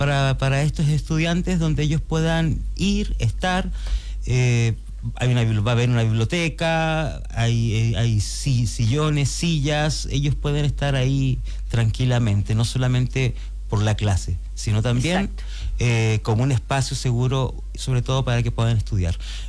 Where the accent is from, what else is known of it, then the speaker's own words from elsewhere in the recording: Antofagasta, Chile; born there; moved away as an adult; also born or lived in Argentina; yo soy de Antofagasta, yo nací en Antofagasta